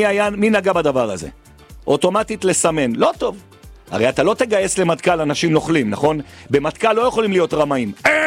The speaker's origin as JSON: {"language": "Hebrew", "town": "Jerusalem", "region": "Jerusalem District", "country": "Israel", "said": "כולנו פה ירושלמים, אגב, למי שלא מבין במה מדובר, אבל אנחנו ירושלמים"}